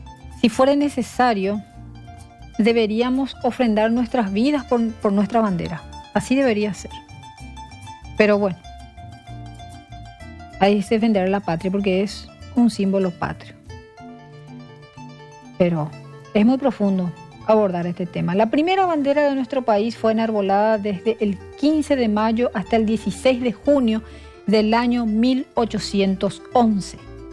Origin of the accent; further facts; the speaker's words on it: Paraguay; como cada paraguayo sabemos